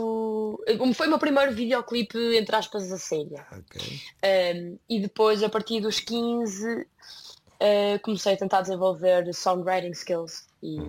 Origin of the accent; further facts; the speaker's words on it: Porto, Norte, Portugal; accent: northern (Porto); also born or lived in Coimbra; now in New York, United States; meus pais são de Coimbra, nasceram e cresceram em Coimbra, e a minha mãe fez-me questão de ter-me a mim e ao meu irmão lá, mas sempre crescemos no Porto e sempre vivemos lá.